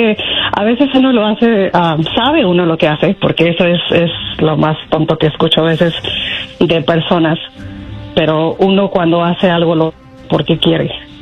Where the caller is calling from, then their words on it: Mexico; soy mexicana.